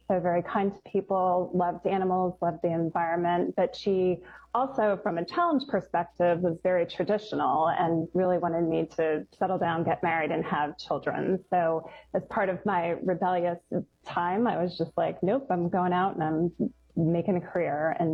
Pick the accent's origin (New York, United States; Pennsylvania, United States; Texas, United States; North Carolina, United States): Pennsylvania, United States; Bethlehem; I'm from Bethlehem, Pennsylvania. I have two brothers, a twin brother and a younger brother.